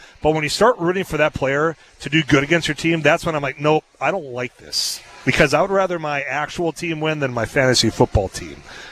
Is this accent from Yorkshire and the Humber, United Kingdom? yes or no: yes; Leeds, Yorkshire and the Humber, United Kingdom; There's another guy from Mattock that will collude with somebody from my hometown of Leeds who participates